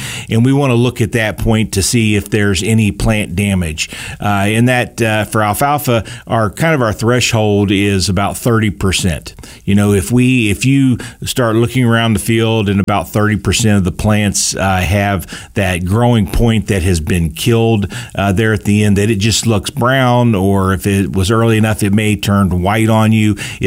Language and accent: English; West Virginia, United States; Most people know that I came from West Virginia, and we had some mountain farms that we worked with.